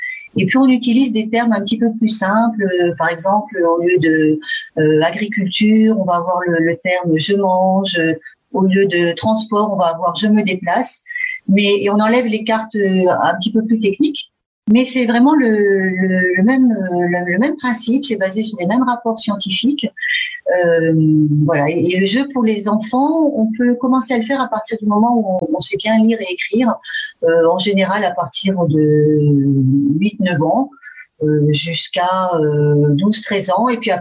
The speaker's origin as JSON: {"language": "French", "country": "France", "lives_now": "Frankfurt, Germany", "said": "Je suis française et je vis à Francfort-sur-le-Main depuis 8 à 9 ans."}